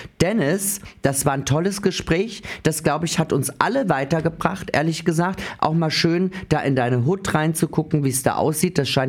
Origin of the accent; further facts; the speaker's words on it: Austria; die können besser Deutsch als ich, als Österreicherin